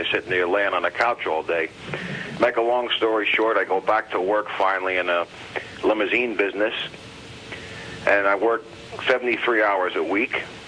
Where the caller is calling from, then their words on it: Garwood, New Jersey, United States; I'm from Garwood, New Jersey.